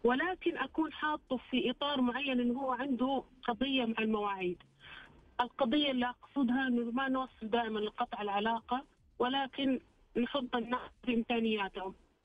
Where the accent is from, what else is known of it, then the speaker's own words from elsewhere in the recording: Riyadh, Riyadh Province, Saudi Arabia; من الرياض.